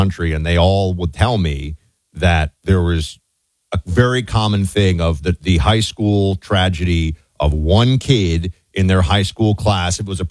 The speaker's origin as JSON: {"language": "English", "town": "New York City", "region": "New York", "country": "United States", "tie": "born or raised there", "said": "So I didn't have this in my life because I grew up in New York City where kids were just taking the subway or taxis"}